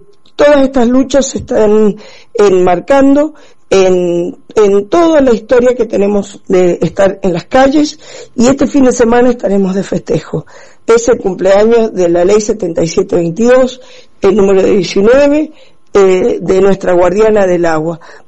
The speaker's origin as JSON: {"language": "Spanish", "region": "Mendoza", "country": "Argentina", "said": "de Mendoza y quería contarles algunas novedades desde nuestro lugar."}